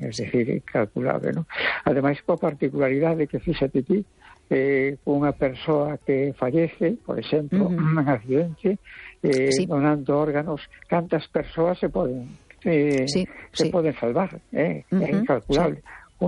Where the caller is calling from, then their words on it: A Coruña, Galicia, Spain; de La Coruña.